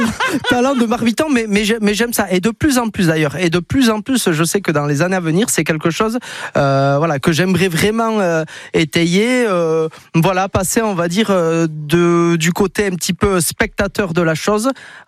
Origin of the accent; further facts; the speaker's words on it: Ascain, Nouvelle-Aquitaine, France; also born or lived in Saint-Jean-de-Luz / Paris; Alors moi, je viens d'Asquin, maison familiale à Asquin, Lusien de naissance, scolarité classique au Pays Basque. J'ai fini mes études à Paris